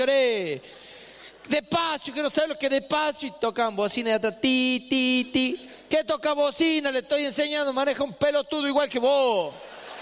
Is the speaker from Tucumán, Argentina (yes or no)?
yes; Famaillá, Tucumán, Argentina; la municipalidad de Famayá, en mi pueblo natal